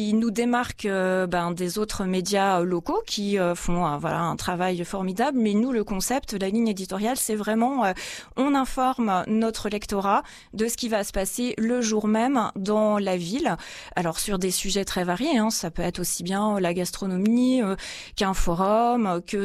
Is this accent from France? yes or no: yes; Bourgogne-Franche-Comté, France; moved away as an adult; now in Nantes area, France; au Progrès en Franche-Comté puisque c'est ma région natale.